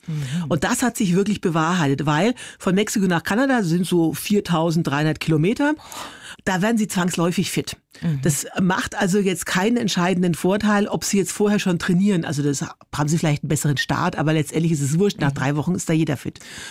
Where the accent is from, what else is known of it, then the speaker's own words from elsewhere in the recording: Bavaria, Germany; Also ich komme so aus Franken. Jetzt mal Grüße an alle Forchheimer. Der Hausberg, dort ist das Walberla.